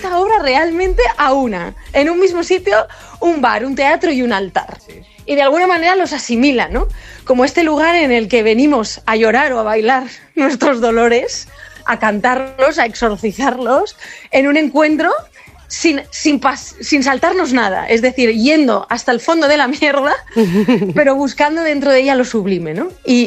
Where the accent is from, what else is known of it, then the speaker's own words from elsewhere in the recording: Catalonia, Spain; Soc més catalana que tu.